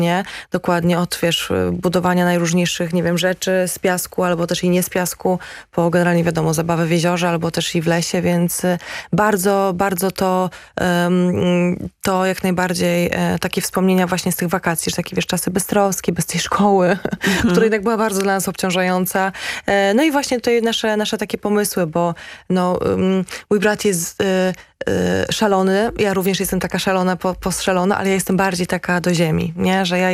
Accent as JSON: {"language": "Polish", "town": "Gdańsk", "region": "Pomeranian Voivodeship", "country": "Poland", "said": "Ja w ogóle jestem z Gdańska"}